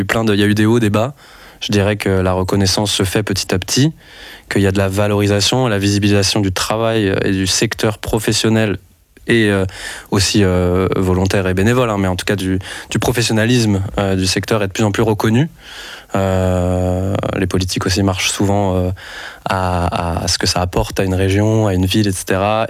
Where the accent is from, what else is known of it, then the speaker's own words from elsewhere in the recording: Lyon, Auvergne-Rhône-Alpes, France; now in Brussels, Belgium; moi, je suis français, je suis d'origine, je viens de Lyon et je travaillais dans la production musicale d'événements, etc.